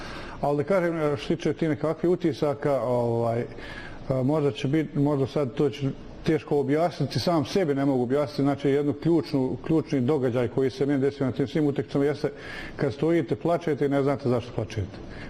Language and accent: Bosnian; Bosnia & Herzegovina; jedan ovakav rezultat i jedan ovakav ponos da budemo kao ljudi Bosanci, Hercegovci u Americi